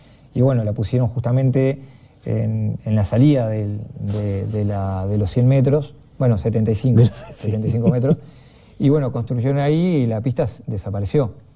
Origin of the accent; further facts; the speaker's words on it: Salto, Uruguay; born there; también dijeron que no querían poner a mi nombre porque yo soy nacido en Salto.